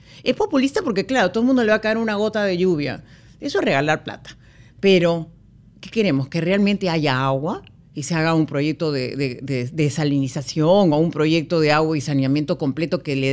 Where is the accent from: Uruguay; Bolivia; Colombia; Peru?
Peru